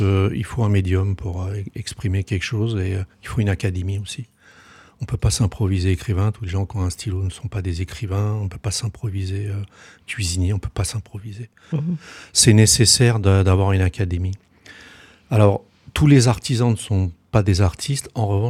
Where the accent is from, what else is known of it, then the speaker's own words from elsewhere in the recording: France; born there; On est né en France, moi je suis né en France